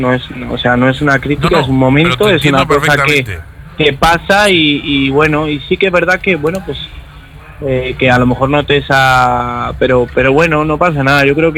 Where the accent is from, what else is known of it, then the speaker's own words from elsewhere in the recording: Aranda de Duero, Castile and León, Spain; Yo soy morenito de Aranda, no soy morenito de Maracay. Soy de Burgos y es mi tierra